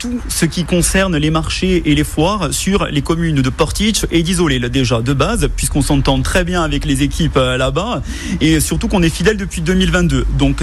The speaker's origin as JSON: {"language": "French", "region": "Occitanie", "country": "France", "said": "Moi, par exemple, je suis du Tarn, à Vaud-Olivèze, et j'ai été baptisé là-bas, et je voulais faire un lien avec les églises de chez nous."}